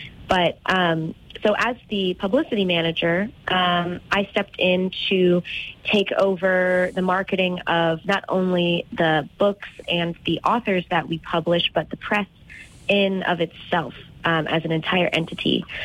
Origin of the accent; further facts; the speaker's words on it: Cleveland, Ohio, United States; moved away as an adult; also born or lived in Chicago; now in Boston, United States; Well, I'm a Midwestern girl. Originally, I grew up in Cleveland, Ohio, and then I spent about 6 years over in Chicago for university, and then I just moved to Boston in June, so I'm quite new to New England.